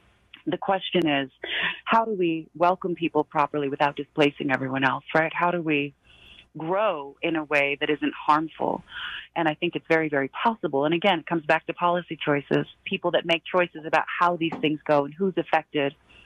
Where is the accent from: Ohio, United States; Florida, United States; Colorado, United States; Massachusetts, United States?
Colorado, United States; Denver; a couple of miles from where I grew up